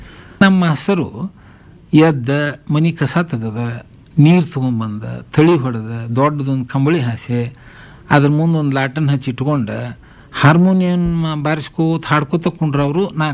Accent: Karnataka, India; ನಮಗೆ ನಮ್ಮೂರು ಬನಟ್ಟಿ ಸಣ್ಣದ

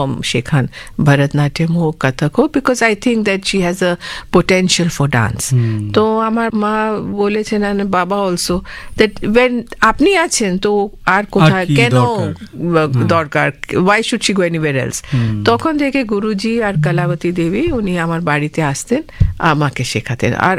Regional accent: Kolkata, West Bengal, India; born there; also born or lived in Indore, Madhya Pradesh; আমি খুবই ছোট ছিলাম, আমার জন্ম হয়েছে ইন্দোর, মধ্যপ্রদেশ। আমার মা ওখান থেকে এসেছেন, তো খুব ছোট ছিলাম যখন মা আমাকে এখানে নিয়ে এসেছে। আর আমরা, আমার বাবা তো, আমার গ্র্যান্ডফাদার, আমার পুরো ফ্যামিলি অনেক আগে এসেছিলেন কলকাতায়। তো আমরা প্রথম থেকে অনেক বছর থেকে কলকাতায় সেটেলড

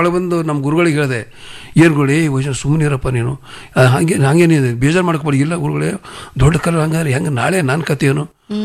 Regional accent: Tegampur, Karnataka, India; ಯಾವೂರು ನಿಂದು, ಬೀದರ್ ಅಣ್ಣವರ. ಎಲ್ಲಿ ಬೀದರು, ಬಾಲ್ಕಿ ತಾಲೂಕು ತೇಗಂಪುರ.

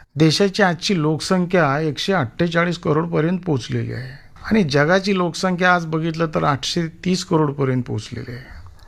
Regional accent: Asavali, Maharashtra, India; also born or lived in Bavda; 15 August 1966 साली माझा जन्म माझ्या आजोळी बावडा येथे, तालुका खंडाळा, जिल्हा सातारा येथे झाला.

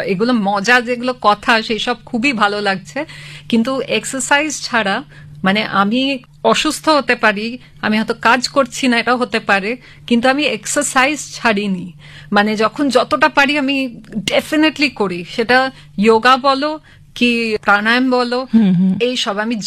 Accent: Kolkata, West Bengal, India; born there; আমি প্রচণ্ডভাবে বাঙালি, কারণ আমি অ্যাকচুয়ালি তো এখানেই জন্মেছি কলকাতাতে। আর আমি মানে অনেক আমার বন্ধুরা আছে কলকাতার বন্ধুরা, যারা বলে তুই তো বাংলা বলতেই পারিস না, কিন্তু আমি যথেষ্ট বাঙালি। আমি বাংলা পড়েওছি, পড়তে জানি আজও

